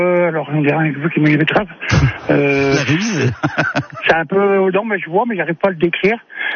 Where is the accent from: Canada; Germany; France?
France; Long-près-les-Corps-Saints, Hauts-de-France; now in Bouquemaison, France; Je suis originaire de Lompré-les-Corsins.